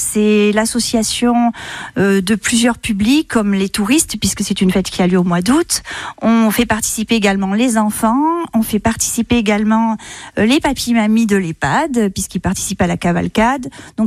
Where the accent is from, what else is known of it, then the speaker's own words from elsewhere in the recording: Mimizan, Nouvelle-Aquitaine, France; Moi, j'habite au bourg, mais quand on est de Mimizan, on va voir la mer tous les jours.